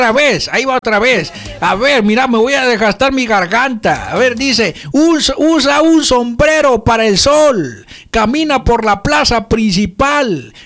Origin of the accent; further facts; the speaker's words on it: Tonalá, Chiapas, Mexico; no puede faltar aquí a mi tierra, a mi pueblo, ¿verdad? Aquí donde estamos nosotros en Tonalá